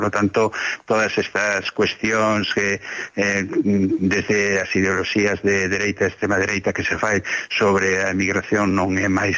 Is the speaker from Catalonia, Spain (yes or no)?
no; Galicia, Spain; sobre todo en el caso de la Galega, que fuimos una comunidad eminentemente emigrante hasta ahora